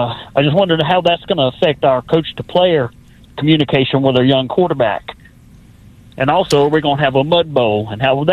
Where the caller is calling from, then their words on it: Saraland, Alabama, United States; I'm calling from Saraland, Alabama.